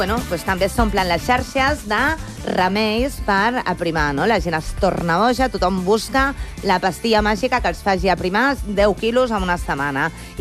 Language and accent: Catalan; Barcelona, Catalonia, Spain; accent: Barcelona Catalan; Perdó, que el meu català és català de Barcelona. És una barreja.